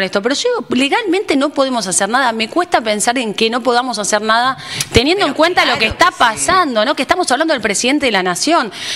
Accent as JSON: {"language": "Spanish", "country": "Argentina"}